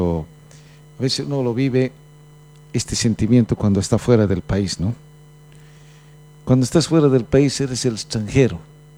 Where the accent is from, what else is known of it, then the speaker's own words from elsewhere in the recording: Bolivia; Estoy ahora en mi patria, soy boliviano, esta es mi tierra, aquí ya no me van a decir extranjero